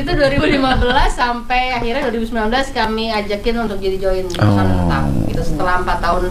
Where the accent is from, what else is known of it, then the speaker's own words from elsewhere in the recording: Jakarta, Indonesia; Saya sebenarnya orang tua saya Jawa Tengah, tapi saya dari kecil di Jakarta.